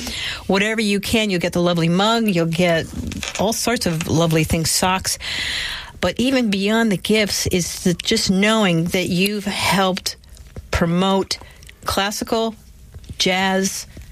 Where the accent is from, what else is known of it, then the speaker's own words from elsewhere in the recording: New Jersey, United States; In my car, I'm from Jersey, so when I listen to the news, I get very angry. You don't want a Jerseyite out there with anger issues.